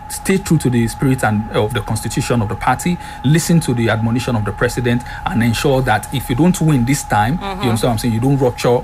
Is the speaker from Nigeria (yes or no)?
yes; Nigeria; me as a Nigerian